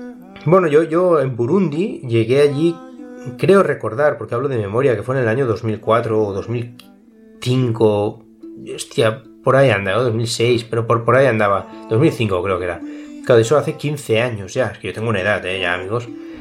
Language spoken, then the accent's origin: Spanish; Spain; se enteran, vaya, que eres español